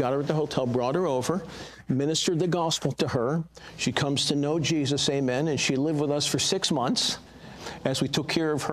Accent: Connecticut, United States; That's where I got saved when I grew up in Connecticut.

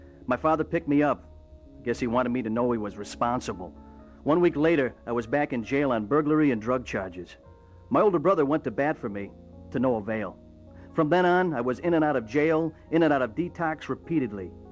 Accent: New York City, New York, United States; born there; I was born in New York City, June 3rd, 1947, the second youngest of five children. Dad skipped out when I was six, leaving mother to raise us.

